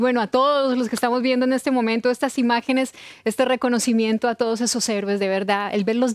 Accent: Colombia

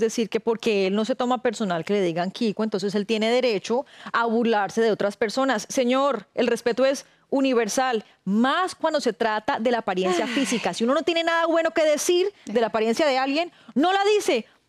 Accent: Líbano, Tolima, Colombia; esto es mi terreno. Líbano, Tolima, el norte del Tolima, esto es de donde yo vengo.

